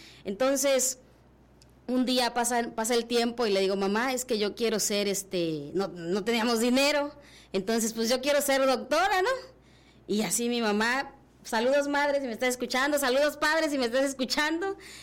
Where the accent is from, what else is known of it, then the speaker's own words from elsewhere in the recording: Champotón, Campeche, Mexico; Yo soy originaria de Reforma Agraria, Champotón, Campeche.